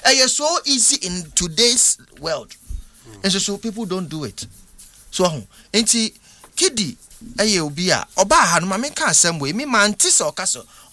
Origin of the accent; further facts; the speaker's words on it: Nigeria; And I'm a Nigerian.